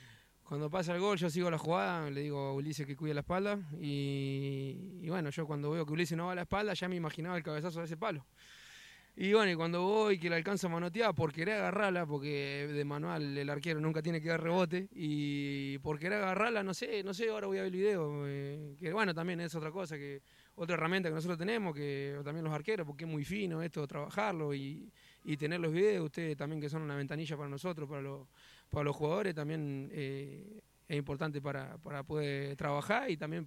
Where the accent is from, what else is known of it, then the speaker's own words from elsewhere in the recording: Buenos Aires, Argentina; los jugadores que somos acá de Capital y allá, viste, entrenar todo